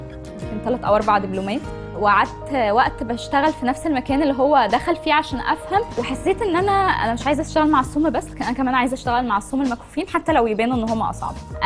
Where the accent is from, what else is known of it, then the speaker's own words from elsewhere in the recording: Alexandria, Alexandria Governorate, Egypt; أنا في الأصل من اسكندرية.